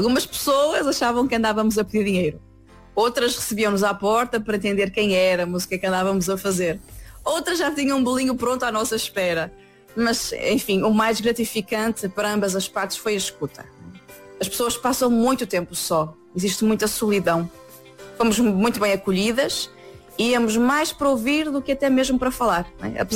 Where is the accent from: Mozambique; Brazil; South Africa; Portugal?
Portugal; Northern Portugal; Para mim, sendo nortenha, foi uma verdadeira imersão no Alentejo